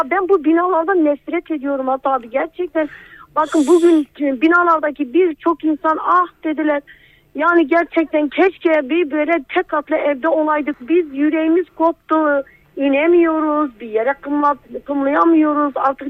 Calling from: Malatya, Turkey; Evet Malatya'dan arıyorum.

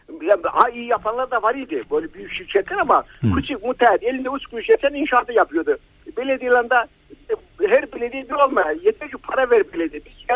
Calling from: Tuzla, Istanbul, Turkey; …'dan arıyorum, …'dan.

